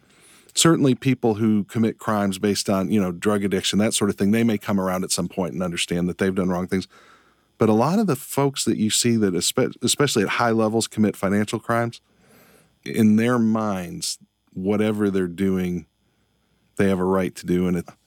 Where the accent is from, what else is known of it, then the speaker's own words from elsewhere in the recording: Michigan, United States; moved away as an adult; now in Kentucky, United States; I grew up outside of Detroit. I didn't come to Kentucky until 1996. I went to the law school here at UK.